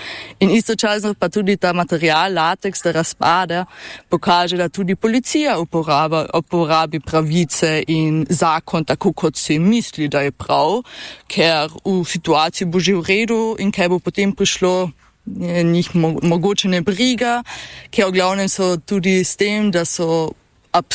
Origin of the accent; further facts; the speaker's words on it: Carinthia, Austria; mi kot koroški Slovenci in koroške Slovenke